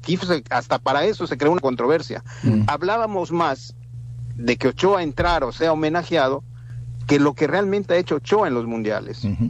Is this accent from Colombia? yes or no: no; Mexico; hay que ser realistas como mexicano